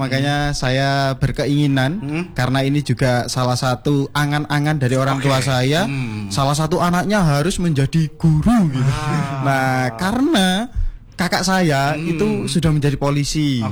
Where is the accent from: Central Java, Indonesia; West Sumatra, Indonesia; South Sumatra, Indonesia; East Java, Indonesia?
East Java, Indonesia; Banyuwangi; moved away as an adult; now in Malang, Indonesia; Asal saya sebenarnya itu dari Banyuwangi.